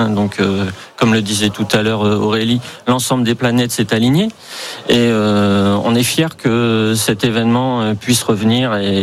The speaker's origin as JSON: {"language": "French", "town": "Saint-Valery", "country": "France", "tie": "born or raised there", "said": "parce que je suis de Saint-Valery"}